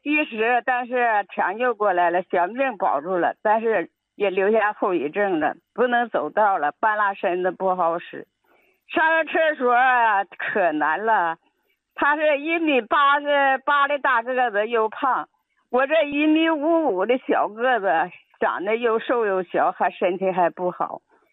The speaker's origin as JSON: {"language": "Chinese", "town": "Qiqihar", "region": "Heilongjiang", "country": "China", "said": "我是齐齐哈尔大棉屯的，"}